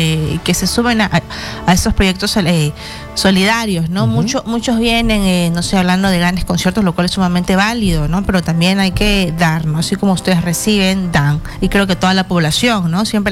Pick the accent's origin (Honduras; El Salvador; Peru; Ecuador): Peru; Qué regalo que tenemos los peruanos.